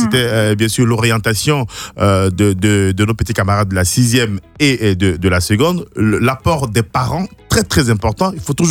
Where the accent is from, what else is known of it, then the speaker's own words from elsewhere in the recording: Abidjan, Côte d’Ivoire; j'ai grandi à Yeopougon, Sagidiba. à Saint-Vent, CNPS, même Terminus 40.